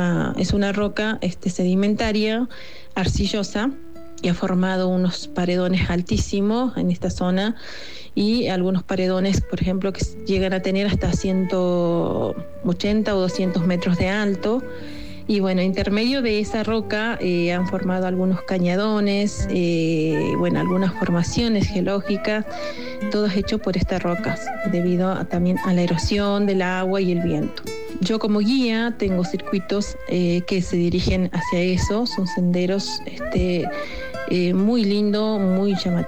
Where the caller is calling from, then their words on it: El Durazno, Catamarca, Argentina; Hoy me comunico y estoy hablando desde acá, desde mi pueblo, desde mi pequeño pueblito llamado El Durazno, departamento Belén, provincia de Catamarca